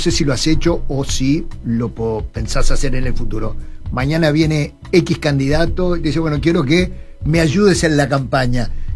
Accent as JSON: {"language": "Spanish", "country": "Uruguay", "said": "soy uruguayo fallado."}